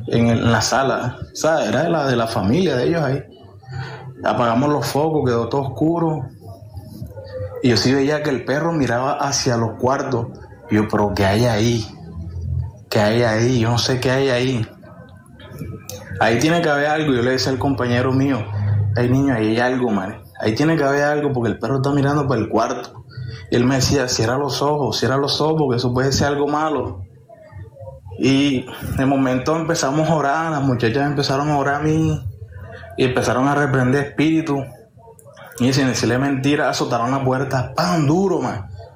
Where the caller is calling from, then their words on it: Barranquilla, Atlántico, Colombia; Barranquilla, hermano, Barranquilla, un placer.